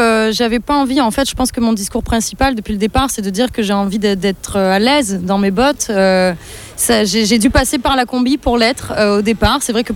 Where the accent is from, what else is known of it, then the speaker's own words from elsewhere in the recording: Avignon, Provence-Alpes-Côte d'Azur, France; moved away as an adult; now in Paris, France; je viens d'Avignon.